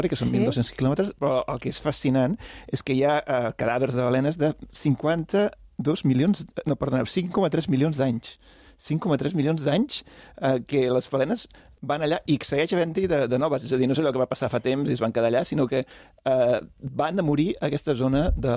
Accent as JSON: {"language": "Catalan", "town": "Blanes", "region": "Catalonia", "country": "Spain", "said": "és una cosa que passa al meu poble"}